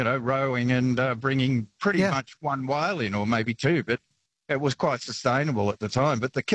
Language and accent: English; Eden, New South Wales, Australia; I'm from Eden, sorry, and yeah. Or down the Eden